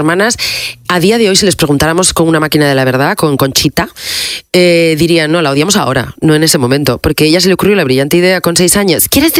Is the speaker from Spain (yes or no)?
yes; Salas, Asturias, Spain; Mi pueblo mola un montón, pero hace 40 años era una cosa, a ver, muy chiquitilla. O sea, quiero decir, yo a los chavales se lo cuento o en las entrevistas lo hablo. Asturias, hace 40 años